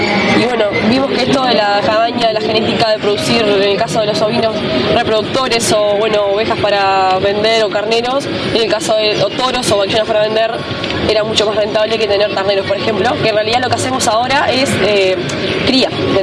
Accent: Gaitán, Lavalleja, Uruguay; en realidad somos de Gaitán La Valleja.

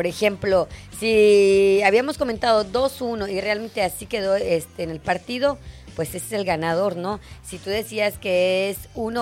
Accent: Mexico; eso es lo que debemos disfrutar como mexicanos.

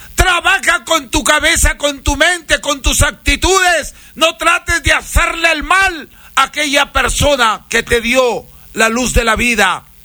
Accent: Peru; now in Salcedo, Ecuador; Soy peruano, soy chamán, atiendo en Salcedo

